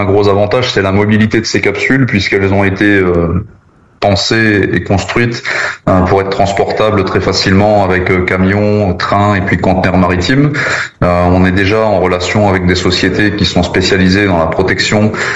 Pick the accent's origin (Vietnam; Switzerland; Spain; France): France; Grand Est; moved away; Je suis originaire des Ardennes à la base, même si ça fait très longtemps maintenant que je suis dans le sud.